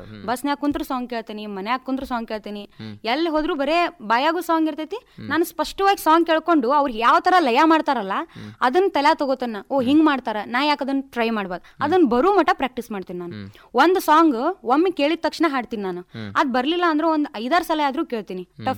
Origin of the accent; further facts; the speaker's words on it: Dharwad district, Karnataka, India; moved away; ಮೂಲತಃ ನಾನು ಧಾರವಾಡ ಜಿಲ್ಲೆ ಕಲಗಡಿ ತಾಲೂಕು ಜೊಳ್ಳಿ ಊರ ಆಕ್ರಿ. ಜೊಳ್ಳಿ ಅನ್ನೋ ಒಂದು ಸಣ್ಣ ಗ್ರಾಮದಾಗ ನಾನು. ಸೊ ಅಲ್ಲಿಂದನ ಬಂದಿದ್ದು.